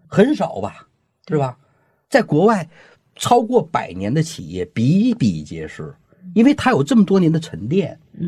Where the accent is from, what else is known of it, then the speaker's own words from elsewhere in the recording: China; 我们中国人呢，缺少的不是智慧